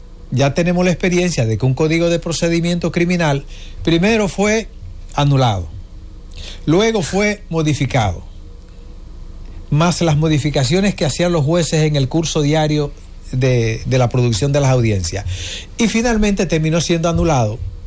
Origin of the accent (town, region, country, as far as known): Dominican Republic